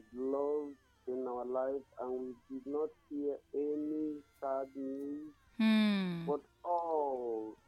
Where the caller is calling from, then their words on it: Abakaliki, Ebonyi, Nigeria; calling you from Abakanisi.